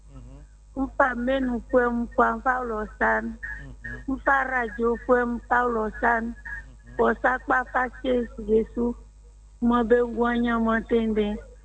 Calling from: Abidjan, Côte d’Ivoire; J'appelle d'Abobo Biabou.

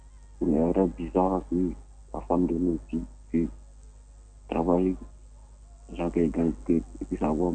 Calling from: Bouaké, Vallée du Bandama, Côte d’Ivoire; j'appelle de Boué, à Boaké.

